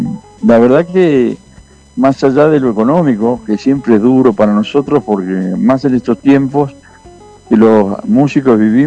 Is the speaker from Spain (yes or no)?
no; Monte Grande, Buenos Aires Province, Argentina; born there; also born or lived in Villa Diamante; yo nací en Monte Grande, pero nos fuimos a vivir a Villa Diamante con mi mamá y mi padrastro.